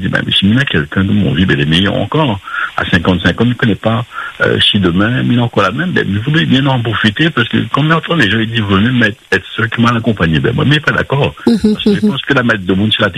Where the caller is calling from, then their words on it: Sainte-Marie, Réunion; moi, j'ai 55 ans, comme m'avait dit. Eh ben, moi, j'habite sur Sainte-Marie.